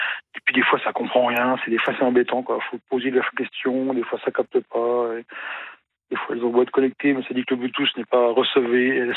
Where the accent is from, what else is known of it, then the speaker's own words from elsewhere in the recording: Grand Est, France; Non, mais comme je suis lorrain, vosgien d'origine